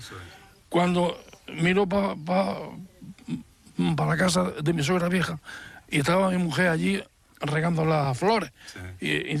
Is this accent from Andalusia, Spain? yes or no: yes; Sorbas, Andalusia, Spain; Yo soy nacido en el río de agua. Yo pertenezco a Sorba.